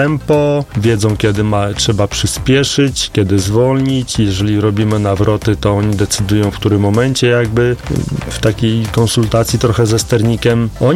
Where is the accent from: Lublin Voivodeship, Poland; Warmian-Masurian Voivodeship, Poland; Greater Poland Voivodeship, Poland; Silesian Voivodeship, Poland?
Warmian-Masurian Voivodeship, Poland; Biskupiec; tam u mnie na terenie gminy Biskupiec, bo pochodzę z gminy Biskupiec.